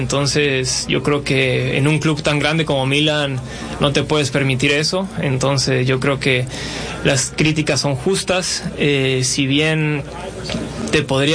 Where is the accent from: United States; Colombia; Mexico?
Mexico; A ver, somos mexicanos, somos familia